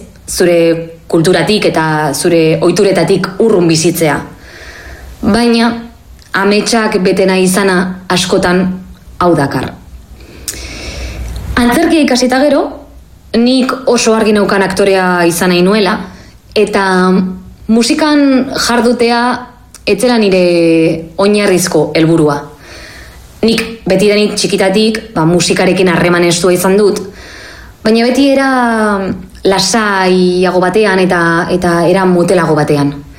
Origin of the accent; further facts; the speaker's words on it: Vitoria-Gasteiz, Basque Country, Spain; moved away as an adult; now in Barcelona, Spain; gasteiztarra naiz, euskalduna, baina duela 14 urte Bartzelonara etorri nintzen arte dramatiko ikastera, eta handik aurrera nire karrera profesionala eta artistikoa hemen gauzatu ditut.